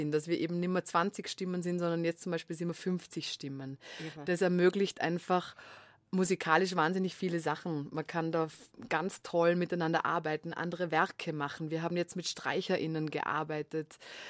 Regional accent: Vorarlberg, Austria; now in Vienna, Austria; ich komme ja aus Vorarlberg

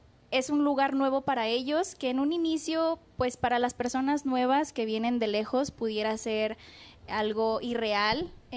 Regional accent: Villa de Reyes, San Luis Potosí, Mexico; now in Chapingo, Mexico; Yo soy originaria de San Luis Potosí, Villa de Reyes. Es un municipio que está ahí cerca de la capital potosina. Está cerca, a una media hora de la capital. Actualmente mi familia vive en la capital

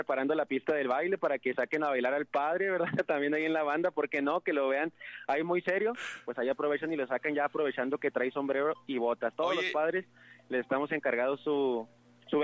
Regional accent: Ciudad Juárez, Chihuahua, Mexico; pero pues somos de Juárez, ¿verdad?

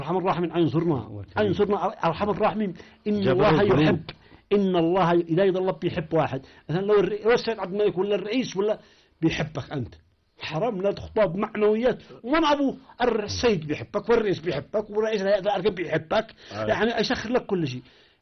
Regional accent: Yemen

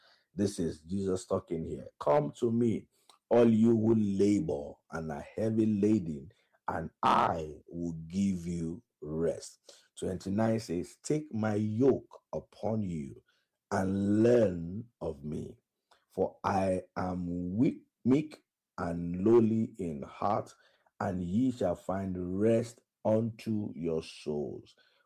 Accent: Oshogbo, Osun, Nigeria; Darling FM in Owerri, my hometown in Oshogbo, Ray Power Night 5.1, Port Harcourt

